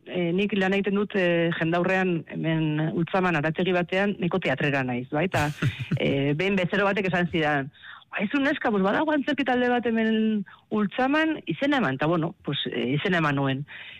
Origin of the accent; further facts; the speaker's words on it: Pamplona, Navarre, Spain; now in Basaburua, Spain; ni Iruñekoa naiz, baina Basaburuan bizi naiz.